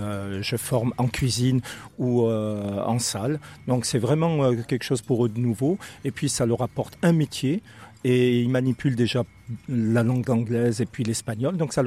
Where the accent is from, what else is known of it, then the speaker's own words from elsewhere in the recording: Saint-Étienne, Auvergne-Rhône-Alpes, France; now in La Franqui, France; Moi, je viens de Saint-Etienne